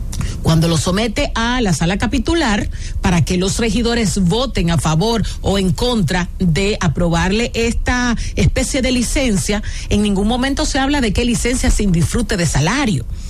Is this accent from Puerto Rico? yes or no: no; Dominican Republic; si nosotros como dominicanos no entendemos que tenemos que revisar a quién votamos